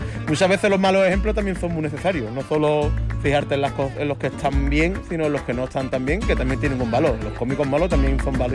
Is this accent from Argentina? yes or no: no; Jerez, Andalusia, Spain; also born or lived in England / China; now in Madrid, Spain; cuando en mis últimos años viviendo en Jerez, yo me fui de Jerez hace un 10 de años, he estado siempre viviendo, pues, viviendo en Inglaterra, en China, en Madrid, donde ahora llevo más tiempo